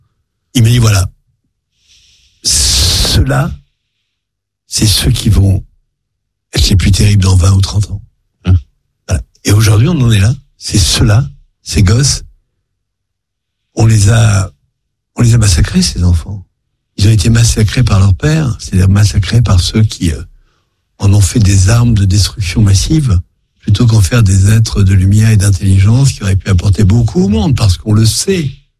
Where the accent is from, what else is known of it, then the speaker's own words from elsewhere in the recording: France; also born or lived in Tel Aviv; je vis en France. Oui, je suis inquiet, bien sûr que je suis inquiet. Je suis pas inquiet en tant que juif. Je suis inquiet en tant que français.